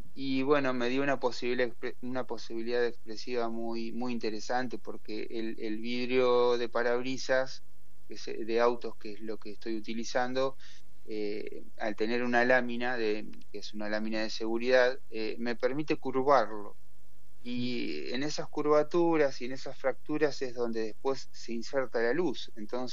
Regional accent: Pehuajó, Buenos Aires, Argentina; Yo soy de Pihué, del interior de la provincia.

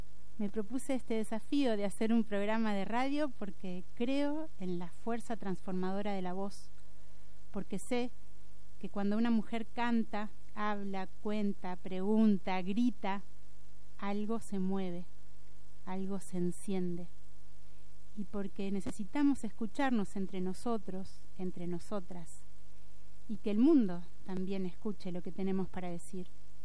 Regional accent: Patagonia, Argentina; soy cantora de la Patagonia.

